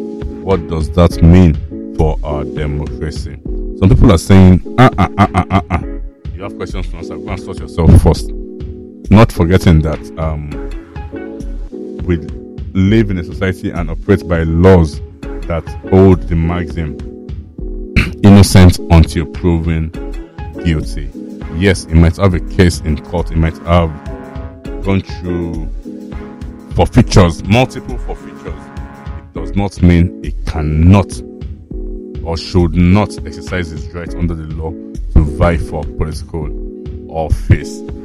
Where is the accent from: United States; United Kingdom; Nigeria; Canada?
Nigeria